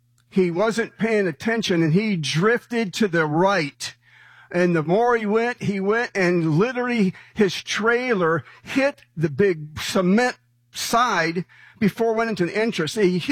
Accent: Michigan, United States; moved away as an adult; Cheryl and I, my wife, we're from Michigan. We've lived here since 1985

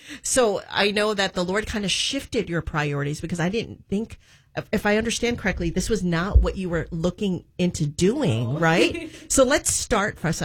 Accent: Chicago, Illinois, United States; now in Florida, United States; I haven't been able to be as outdoorsy as I normally am because the Florida heat is so oppressive compared to where I'm from in Chicago.

